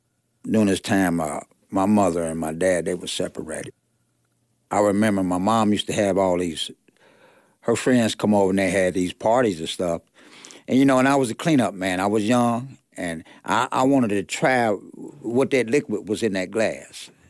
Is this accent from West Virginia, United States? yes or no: yes; Charleston, West Virginia, United States; I grew up on Charleston's west side, actually on 2nd Avenue, 3rd Avenue in the alley.